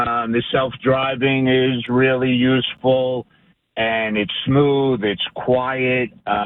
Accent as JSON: {"language": "English", "region": "New York", "country": "United States", "tie": "born or raised there", "moved": "yes", "lives_now": "Matawan, United States", "said": "I grew up in the Bronx"}